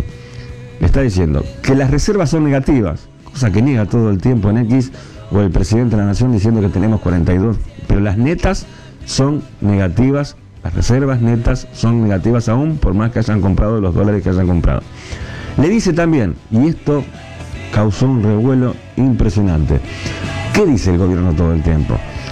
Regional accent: Argentina; vamos a dejar de agredirnos como argentinos para tener un país más humanizado

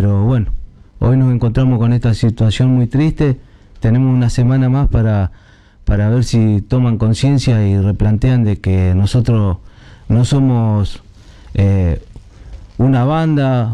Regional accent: Casilda, Santa Fe, Argentina; Y yo he caminado por esta ciudad desde que nací. Yo nací acá en Casilda

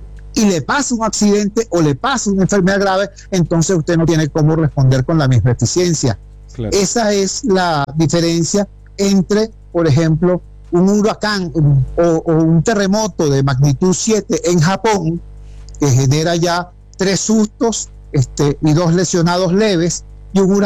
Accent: Venezuela; como venezolano, como ciudadano

